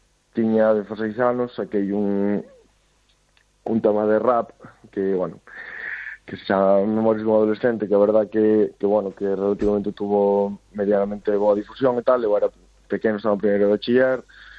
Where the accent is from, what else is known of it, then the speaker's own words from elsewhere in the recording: Galicia, Spain; first language Galician; simplemente son galego, falo galego, a miña lingua é galego